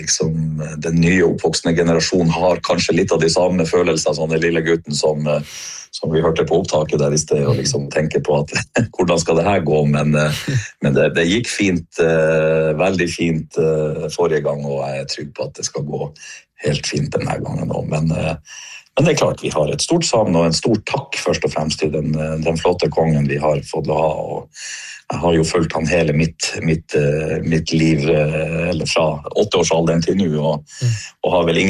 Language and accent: Norwegian; Bugøynes, Finnmark, Norway; har alltid følt meg veldig, veldig trygg på at jeg er fra nettopp Bugøynes og kommunen våre Sør-Varanger og jobber i dag her i Kirkenes, som du sier, i Syd-Varanger gruve.